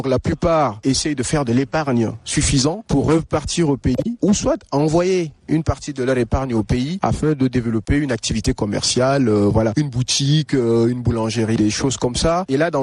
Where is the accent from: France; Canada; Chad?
Chad; moved away; quand je dis que je suis Tchadien